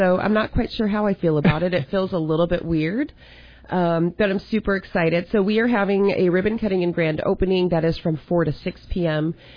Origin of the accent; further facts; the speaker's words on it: Washington, United States; now in Wisconsin, United States; I'm from Washington, not Wisconsin